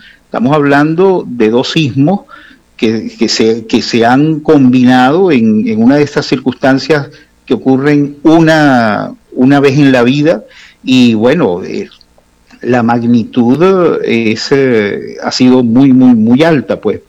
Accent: Venezuela

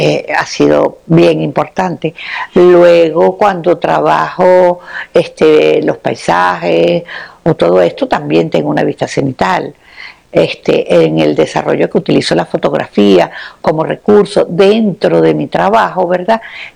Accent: Caracas, Capital District, Venezuela; also born or lived in Valencia, Venezuela; yo soy una mujer urbana, yo vivo en Caracas, yo nací en Valencia, pero yo estoy en Caracas desde que tengo 6 años

